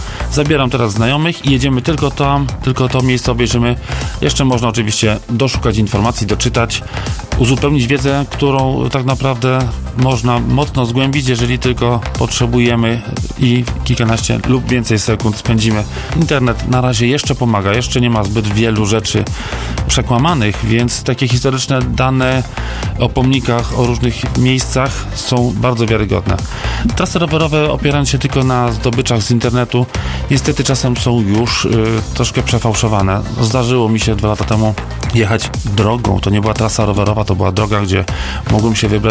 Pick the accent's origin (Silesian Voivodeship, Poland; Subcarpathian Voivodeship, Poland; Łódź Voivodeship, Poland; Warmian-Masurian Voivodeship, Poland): Subcarpathian Voivodeship, Poland; Wiśniowa; mieszkając, wychowując się w Wiśniowej.